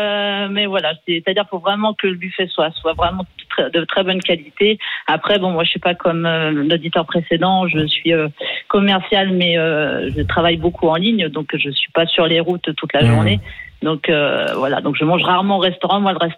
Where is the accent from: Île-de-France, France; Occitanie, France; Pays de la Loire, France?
Île-de-France, France; Paris; now in Toulon, France; Moi, par exemple, je suis à Toulon maintenant, mais je suis parisienne à la base.